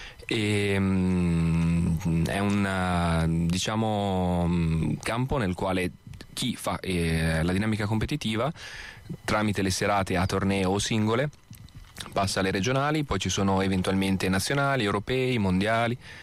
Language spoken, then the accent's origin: Italian; Fiesco, Lombardy, Italy; Arrivo da Fiesco, che è un piccolo paesino vicino a Castelleone, Crema, per chi dovesse riuscire a identificare questo puntino sulla mappa.